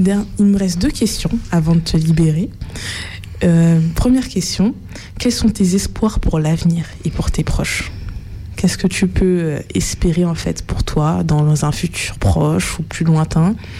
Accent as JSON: {"language": "French", "country": "France", "tie": "born there", "also_born_or_lived": "Martinique", "said": "je suis martiniquaise, donc théoriquement, accessoirement, je suis française. Du coup, même si pour revenir de la Martinique à l'Hexagone, il y a quand même un petit voyage qui se fait, mais je n'ai pas eu de barrière de la langue, je n'ai pas eu de bouleversement particulier"}